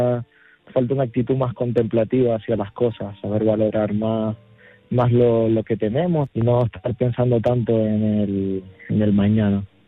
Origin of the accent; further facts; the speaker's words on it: Tenerife, Canary Islands, Spain; Hola, buenas noches. … soy de Tenerife.